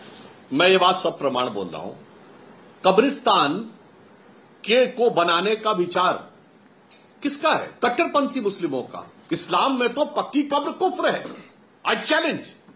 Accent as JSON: {"language": "Hindi", "region": "Uttar Pradesh", "country": "India", "said": "हम लोग उत्तर प्रदेश के रहने वाले हैं।"}